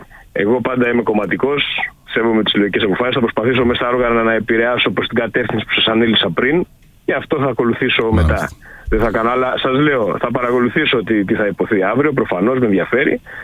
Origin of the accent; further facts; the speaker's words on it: Xylokastro, Peloponnese, Greece; η πατρίδα μου, Ηρακλής Ξυλοκάστρου.